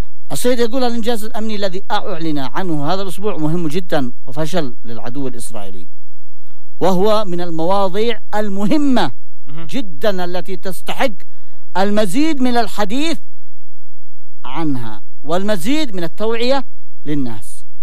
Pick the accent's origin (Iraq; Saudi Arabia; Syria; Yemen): Yemen; عندنا في اليمن